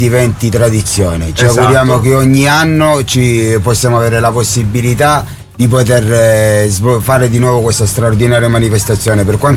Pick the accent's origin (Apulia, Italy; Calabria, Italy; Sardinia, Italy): Calabria, Italy; Villa San Giovanni; dal pianeta di Villa San Giovanni